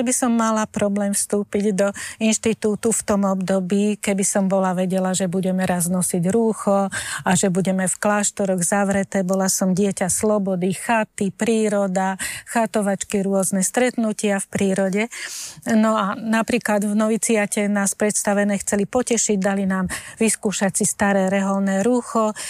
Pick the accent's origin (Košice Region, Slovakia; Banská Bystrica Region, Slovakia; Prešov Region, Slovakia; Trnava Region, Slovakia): Trnava Region, Slovakia; Veľké Úlany; Veľké Úlany, okres Galanta.